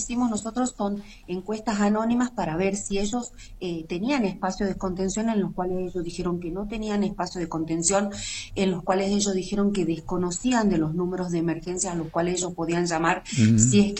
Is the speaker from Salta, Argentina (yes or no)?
yes; Angastaco, Salta, Argentina; Así es, nosotros somos de Angastaco, que pertenece al departamento de San Carlos, provincia de Salta, uh-huh.